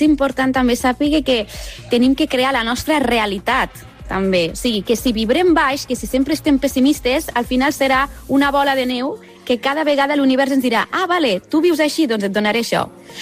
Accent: Catalonia, Spain; born there; tinc el cor català perquè he nascut aquí

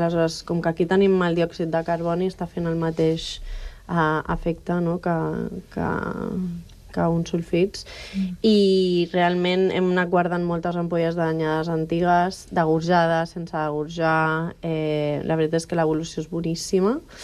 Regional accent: Catalonia, Spain; I hauria de ser una pansa blanca, no? que és la varietat que més representa l'ella, que és d'on soc jo

